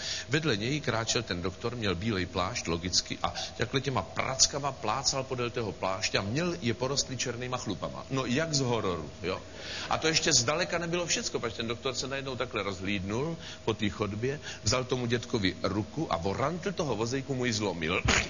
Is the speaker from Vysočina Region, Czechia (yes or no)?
yes; Třebíč, Vysočina Region, Czechia; born there; Já jsem se narodil v Třebíči, nedaleko Brna, v takovém malém městě. Většinu času v dětství, většinou prázdnin jsem strávil v Třebíči u svých dvou babiček a u svého dědečka.